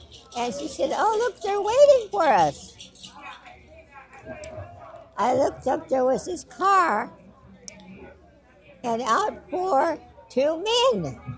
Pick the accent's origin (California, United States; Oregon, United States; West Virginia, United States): California, United States; Bay Area; moved away as an adult; now in Yosemite, United States; I'm not from here. I'm from the Bay Area.